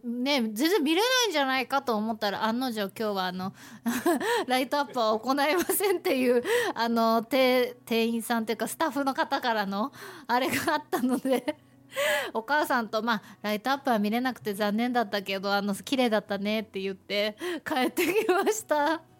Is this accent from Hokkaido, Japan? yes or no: yes; Iwamizawa, Hokkaido, Japan; now in Sapporo, Japan; 私地元の岩見沢にいるときはすごい醤油ラーメン派だったんですけど、なぜか札幌に来たら味噌ラーメン派になっちゃいました。